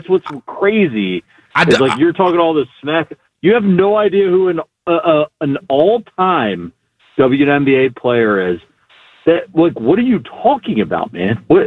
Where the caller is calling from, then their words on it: Baltimore, Maryland, United States; I'm from Baltimore.